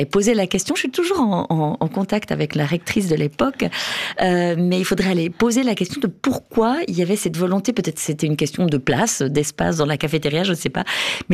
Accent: Biel/Bienne, Bern, Switzerland; J'ai grandi à Bienne avec ma famille. Et on avait des voisins alémaniques.

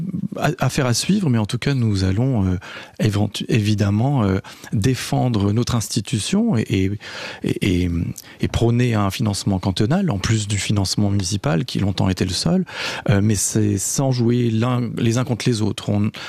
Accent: Geneva, Switzerland; born there; Moi je suis né à Genève

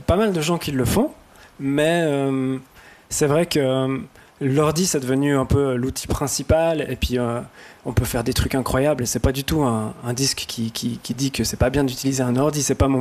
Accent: Fribourg, Switzerland; Ben, moi, comme je viens de Fribourg, j'ai la chance de collaborer avec une sorte de fonds de soutien pour des jeunes artistes

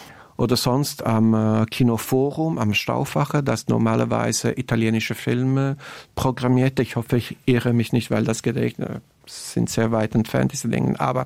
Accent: Dübendorf, Zurich, Switzerland; also born or lived in Oerlikon / Bülach; und wir sind zuerst in Oerlikon, dann Bülach, dann Dübendorf. Und ich bin in Dübendorf aufgewachsen.

